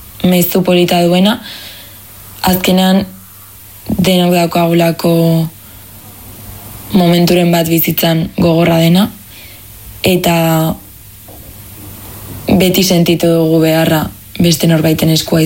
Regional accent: San Sebastián, Basque Country, Spain; ni Donostikoa naiz

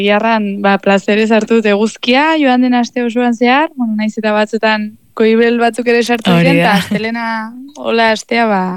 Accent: Bera, Navarre, Spain; born there

